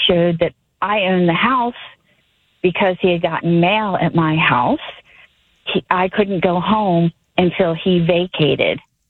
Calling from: Sykesville, Maryland, United States

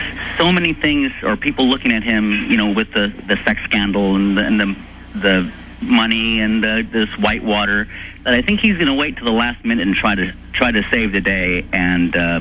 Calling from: Tualatin, Oregon, United States; I'm calling from Tualatin, Oregon.

